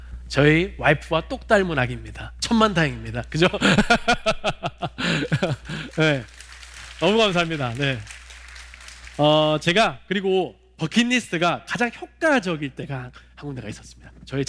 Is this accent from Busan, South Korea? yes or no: yes; Busan, South Korea; born there; 저는 참고로 부산시에서 태어났었습니다. 처음에는.